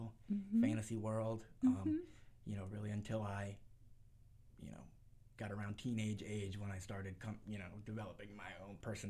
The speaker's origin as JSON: {"language": "English", "region": "New England", "country": "United States", "tie": "born or raised there", "also_born_or_lived": "Northampton, Massachusetts / Kansas / Virginia", "said": "I was born right here in New England, in Northampton, Massachusetts. But as a kid and a teenager, I was all around New England, and I lived in Kansas for a while, Virginia."}